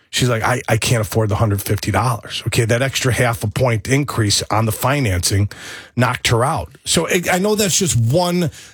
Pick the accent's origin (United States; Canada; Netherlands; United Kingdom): United States; New York; born there; moved away; I was born in New York